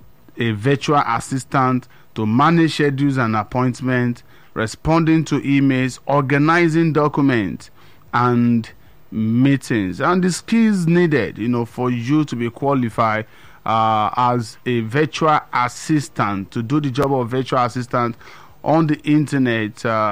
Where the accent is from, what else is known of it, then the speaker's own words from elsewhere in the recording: Nigeria; earning in dollars as a Nigerian living in Nigeria.